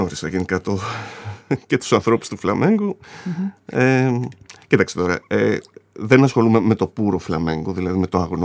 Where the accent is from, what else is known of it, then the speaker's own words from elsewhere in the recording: Larissa, Thessaly, Greece; moved away as an adult; now in Thessaloniki, Greece; Δεν είμαι Λαρισαίος. Γεννήθηκα και μεγάλωσα στη Λάρισα. Okay. Και μετά ήρθα για σπουδές εδώ πέρα στη Θεσσαλονίκη, στη Μουσικών Σπουδών.